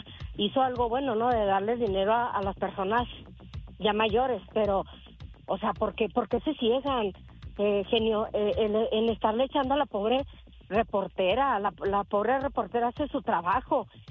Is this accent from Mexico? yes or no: yes; Mexico; Soy mexicana, gracias a Dios.